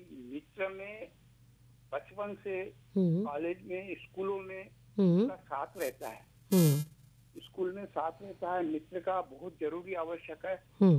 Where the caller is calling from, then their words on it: Malegaon, Maharashtra, India; मैं मालेगांव से बोल रहा हूँ